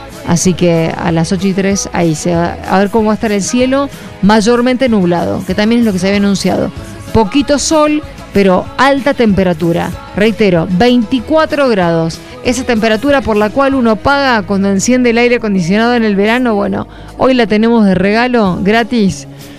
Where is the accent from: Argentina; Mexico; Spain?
Argentina; por mí como argentina